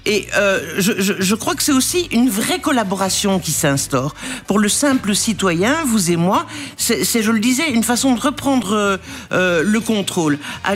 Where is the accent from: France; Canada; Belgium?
Belgium; On dit chez nous en Belgique.